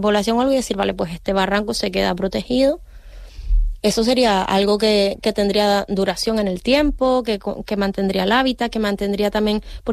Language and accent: Spanish; El Hierro, Canary Islands, Spain; now in Tenerife, Spain; soy meta canaria.